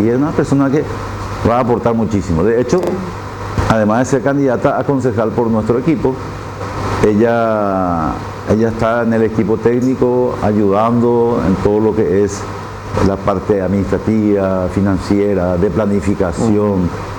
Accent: Asunción, Paraguay; yo soy un asunceno orgulloso de mi historia como todos, pero avergonzado por el presente.

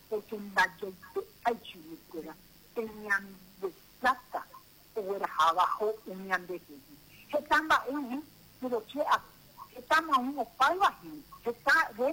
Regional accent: Paraguay; somos paraguayos, tenemos que sentar con nuestros hijos

